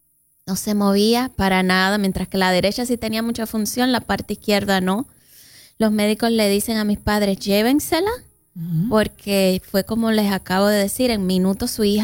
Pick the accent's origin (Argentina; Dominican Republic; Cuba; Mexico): Cuba; also born or lived in Placetas / Santa Clara; soy cubana.